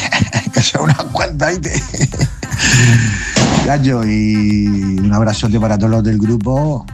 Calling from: Canary Islands, Spain; Yo no, porque soy canario

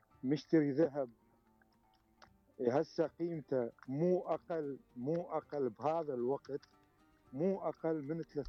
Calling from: Germany; من المانيا.

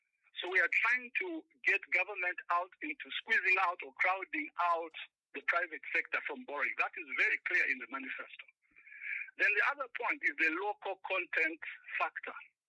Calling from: Kitwe, Copperbelt, Zambia; I'm calling from Kitwe

